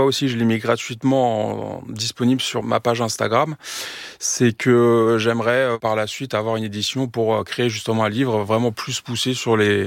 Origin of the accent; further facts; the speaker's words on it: Meaux, Île-de-France, France; Alors moi j'adore parce que je viens de Meaux, du coup on a beaucoup, une terre de betterave, on va dire.